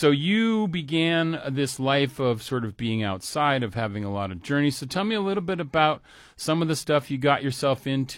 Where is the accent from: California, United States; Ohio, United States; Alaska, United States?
Alaska, United States; as an fellow Alaskan, you know, when we go outside, we say we're from Alaska.